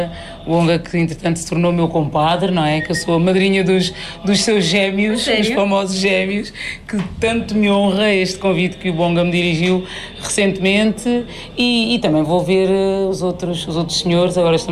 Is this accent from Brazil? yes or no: no; Portugal; born there; porque eu, para além de cabo-verdiana, sou portuguesa, eu tenho dupla nacionalidade, nasci aqui e em Portugal